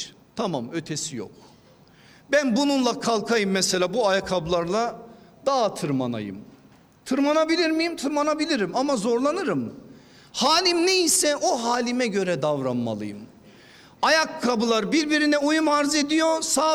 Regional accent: Erzurum, Turkey; Şimdi ben o evliliğe aman Trakyalıdır ben Erzurumluyum olmaz mı olmaz

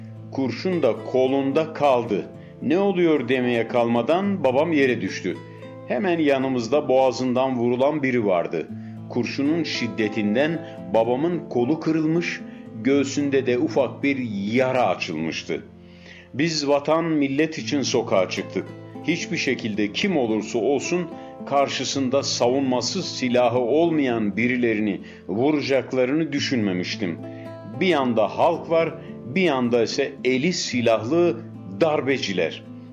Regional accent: Black Sea Region, Turkey; Ben Karadenizliyim.

